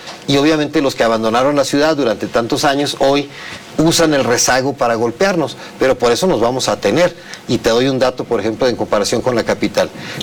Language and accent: Spanish; Chihuahua, Mexico; Somos chihuahuenses todos, merecemos respeto todas y todos